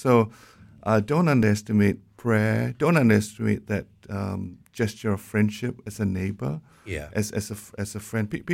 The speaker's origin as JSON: {"language": "English", "country": "Malaysia", "moved": "yes", "lives_now": "Sydney, Australia", "said": "And we're from Malaysia."}